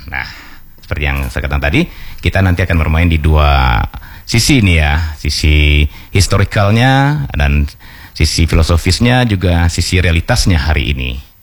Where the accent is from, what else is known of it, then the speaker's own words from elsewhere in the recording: West Sumatra, Indonesia; yang diwariskan nenek moyang kita orang Minangkabau ke kita generasi penerusnya.